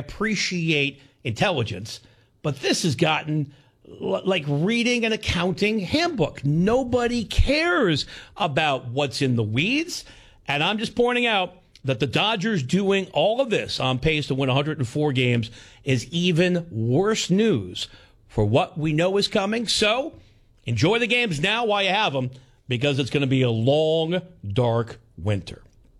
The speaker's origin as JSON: {"language": "English", "region": "New York", "country": "United States", "tie": "born or raised there", "said": "And I grew up in New York a long time ago, still working on getting all that enunciation out."}